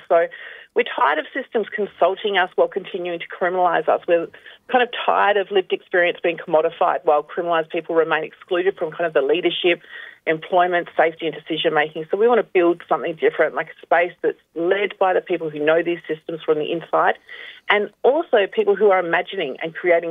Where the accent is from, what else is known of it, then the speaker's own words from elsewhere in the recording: South Australia, Australia; I was born and raised on Kaurna country, but my mother's country is in the southwestern areas, the one they call Victoria. But I wasn't raised by my mother, but I was raised here on Kaurna country.